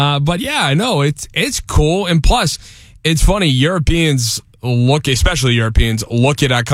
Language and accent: English; Northeast, United States; That might be the northerner in me